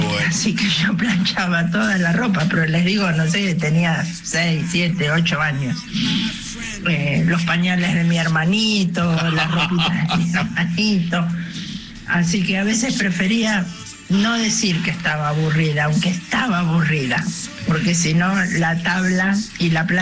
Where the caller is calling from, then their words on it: Ramos Mejía, Buenos Aires Province, Argentina; de Ramos Mejía.